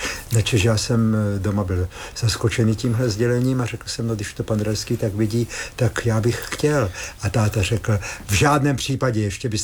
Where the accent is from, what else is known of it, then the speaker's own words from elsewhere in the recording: Hranice na Moravě, Olomouc Region, Czechia; No já jsem z Hranic na Moravě a chodili jsme … samozřejmě do hudební školy